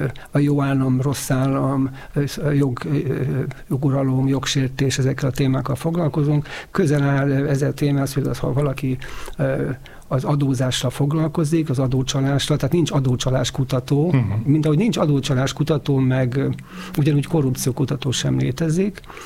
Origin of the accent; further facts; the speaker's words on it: Hungary; Tehát, mint magyarok, nagyon trehányak vagyunk a nyelvben, és ez baj, akkor ez tényleg nagyon nagy baj.